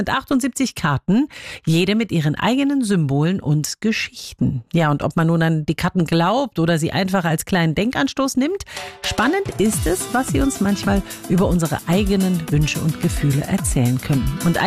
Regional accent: Ilmenau, Thuringia, Germany; Band zu Gast in der Ilmenauer Festhalle in meiner Heimatstadt

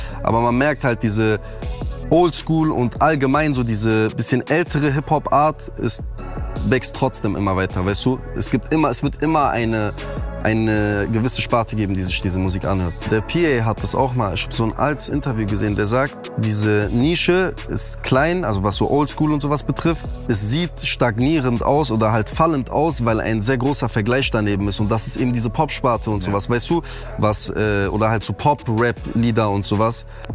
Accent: North Rhine-Westphalia, Germany; aber ich komme ja aus NRW

